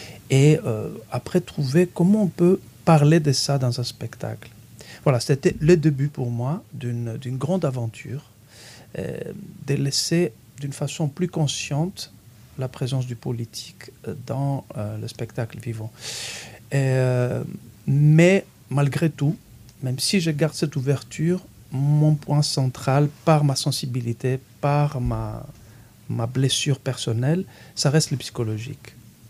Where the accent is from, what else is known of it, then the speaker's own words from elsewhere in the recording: Greece; French is a second language; moved away; Quand j'ai grandi en Grèce, je n'ai pas eu cette chance, venant d'une famille ouvrière.